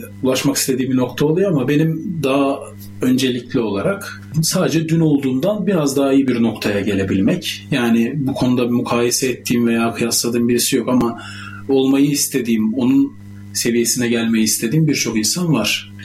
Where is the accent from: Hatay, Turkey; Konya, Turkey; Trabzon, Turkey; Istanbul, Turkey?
Konya, Turkey; Beyşehir; Konya Beyşehirliyim. 2003 doğumluyum.